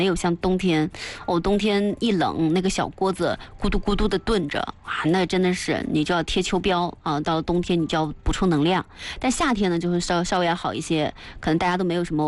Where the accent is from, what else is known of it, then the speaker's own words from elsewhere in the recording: China; 适合我们中国人的减重饮食其实并不局限。